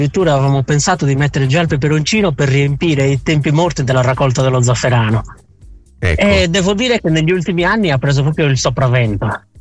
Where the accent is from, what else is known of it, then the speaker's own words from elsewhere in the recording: Sardinia, Italy; anche noi sardi